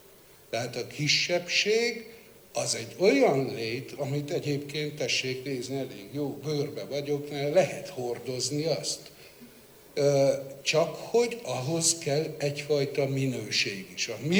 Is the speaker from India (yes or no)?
no; Székely Land, Romania; Én székelyföldi vagyok